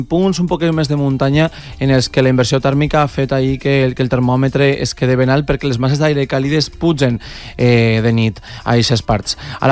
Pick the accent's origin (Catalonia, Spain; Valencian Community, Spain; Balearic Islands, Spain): Valencian Community, Spain; Casas Bajas; el meu poble, Casas Bajas